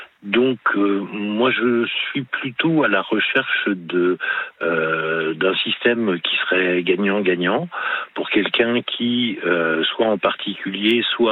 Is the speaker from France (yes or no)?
yes; Palaiseau, Île-de-France, France; born there; now in Moselle, France; Moi, je suis d'origine en région parisienne.